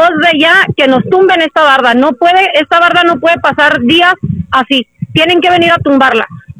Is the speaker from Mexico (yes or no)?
yes; Ciudad Juárez, Chihuahua, Mexico; nosotros que vivimos, nacimos y nos criamos aquí